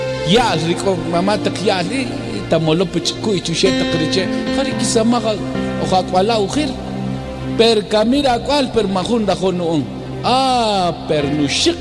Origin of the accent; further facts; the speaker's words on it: Quetzaltenango, Guatemala; yo crecí en Shela, 10 en Hnap, Shineketzaltenango.